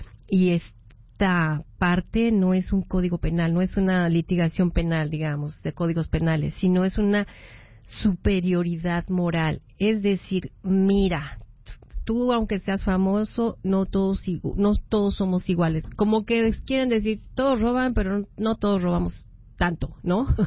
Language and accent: Spanish; Mexico; Yo que soy mexicana y pues colaboro con mexicanos en el exterior con todo el dineral que mandamos